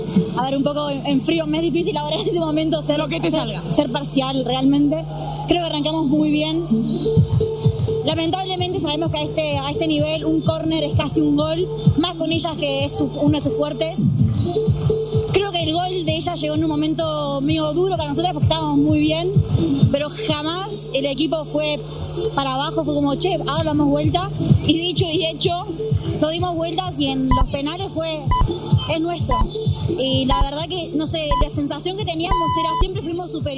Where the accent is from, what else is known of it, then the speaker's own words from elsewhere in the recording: Argentina; a toda la gente que está ahí del otro lado, a todos los argentinos, somos campeones del mundo